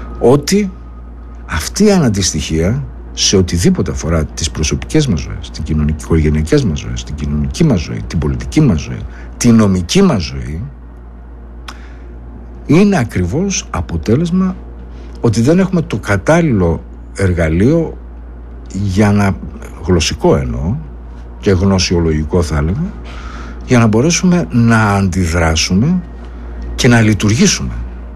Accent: Greece

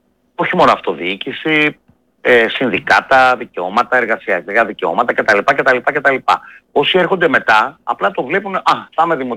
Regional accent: Aliveri, Central Greece, Greece; moved away; also born or lived in Dafni, Athens; στην ιδιαίτερη πατρίδα μου στην Εύβοια, στο Αλιβέρι

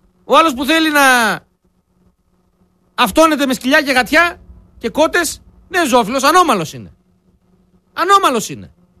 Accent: Greece; Αλλά εμείς ρε παιδιά είμαστε Έλληνες. Εμείς μέσα μας έχουμε ελληνικό DNA.

